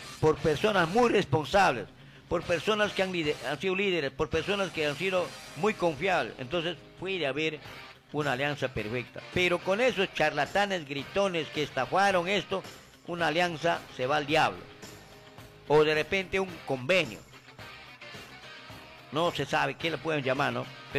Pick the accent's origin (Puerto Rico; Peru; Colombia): Peru; Así somos los peruanos.